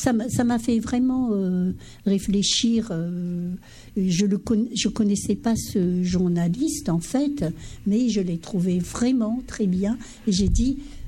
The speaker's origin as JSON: {"language": "French", "country": "Madagascar", "moved": "yes", "lives_now": "France", "said": "notre pays à Madagascar, mais nous aussi on est malgache, mais on vit en France"}